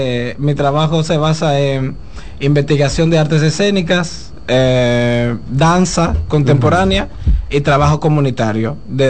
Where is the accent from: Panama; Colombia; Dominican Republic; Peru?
Dominican Republic; intento no maquillar mi realidad cultural, de que soy dominicano, cuál es la realidad de aquí